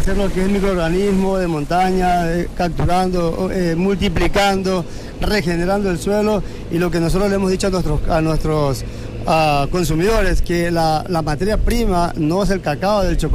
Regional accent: Manabí, Ecuador

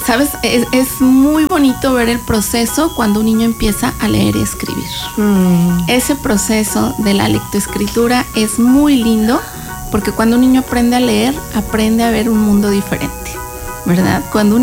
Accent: San Luis Potosí, Mexico; yo estudié psicología clínica hace muchos años en San Luis Potosí. Yo soy de San Luis Potosí.

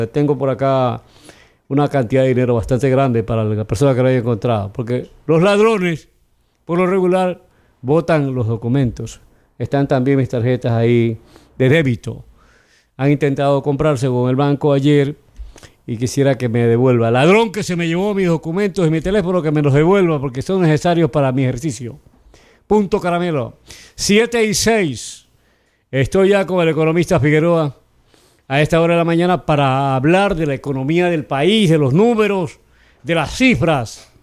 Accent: Portoviejo, Manabí, Ecuador; yo soy de Puerto Viejo.

